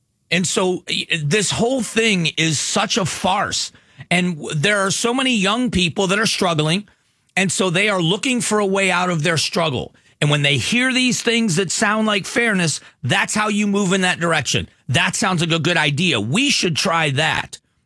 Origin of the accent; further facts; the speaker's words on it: Newbury, Ohio, United States; born there; also born or lived in Cleveland, Ohio; I was born in 1967 in Cleveland, Ohio. I lived way in Northeast Ohio in farm country in a little tiny town. Back then was farms, and it was called Newberry. It's all suburbs now. But I lived in this little town until I was about 9 years old.